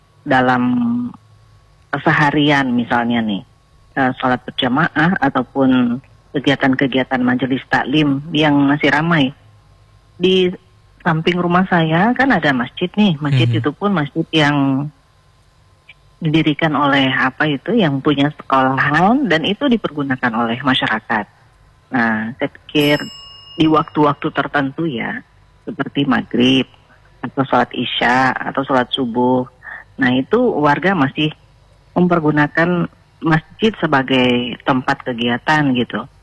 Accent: Gorontalo, Indonesia

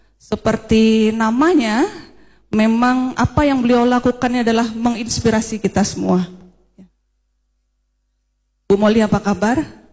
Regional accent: Malang, East Java, Indonesia; moved away as an adult; now in West Sumatra, Indonesia; sarjana psikologi psikolog. Saya lahir dan besar di Kota Malang, Jawa Timur, lebih kurang 49 tahun yang lalu, Bu. Dan lebih dari separuh umur saya sudah berada di tanah ranah Minang.

